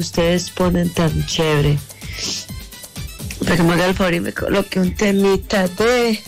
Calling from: Antioquia, Colombia; reportando el sintonía por acá de Granizal.

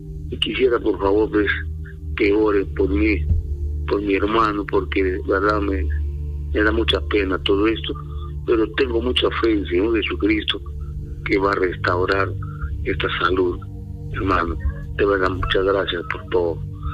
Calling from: Yarinacocha, Ucayali, Peru; Yo le estoy llamando de acá, de Yarinacocha, de Ucayali

